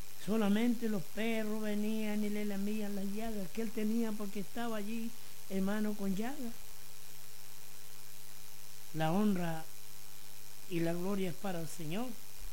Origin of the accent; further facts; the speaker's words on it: Chile; como decimos nosotros como chilenos